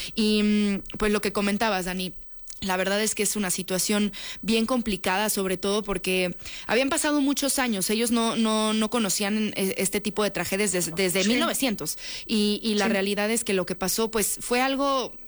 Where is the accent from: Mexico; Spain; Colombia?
Mexico